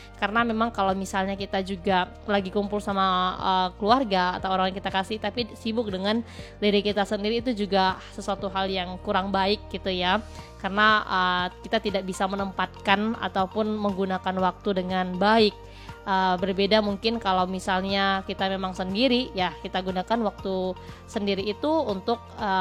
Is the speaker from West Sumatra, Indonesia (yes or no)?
yes; West Sumatra, Indonesia; asalnya Mentawai